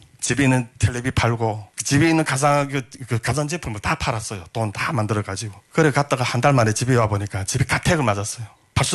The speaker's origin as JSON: {"language": "Korean", "country": "North Korea", "tie": "born or raised there", "lives_now": "South Korea", "said": "야 이거 북한에서 태어난 거 왜 이렇게 후회되고"}